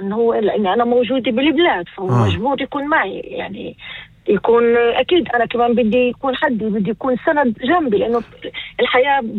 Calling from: Northern District, Israel; أنا مواطن من الشمال

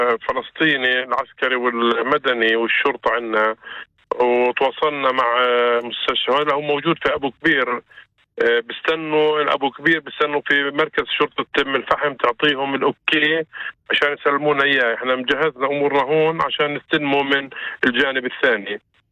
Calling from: West Bank, Palestine; الظروف عندنا في الضفة

